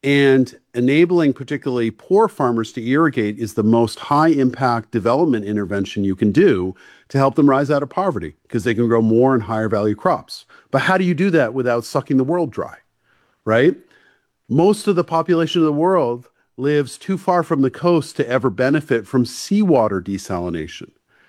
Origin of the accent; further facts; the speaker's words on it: New England, United States; I'm from New England.